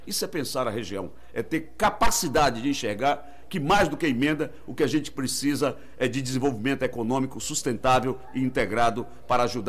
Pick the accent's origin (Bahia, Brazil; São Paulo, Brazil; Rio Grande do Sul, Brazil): Bahia, Brazil; Ilhéus; eu sou oriundo da área rural, nasci aqui em Banco Central, depois fui para a cidade de Ilhéus para estudar.